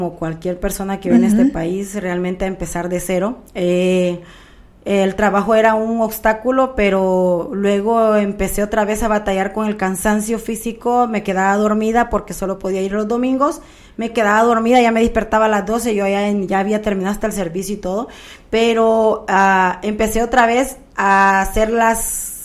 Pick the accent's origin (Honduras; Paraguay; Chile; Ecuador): Honduras; moved away; Con esa palabra yo salí de Honduras.